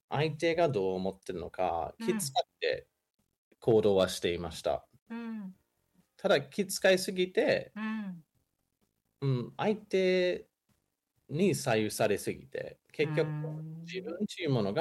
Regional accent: Adelaide, South Australia, Australia; moved away; オーストラリアのアデレードっていうところですね。

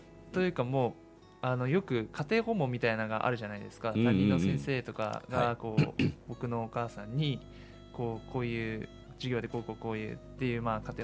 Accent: Sapporo, Hokkaido, Japan; 生まれはもう札幌になります。

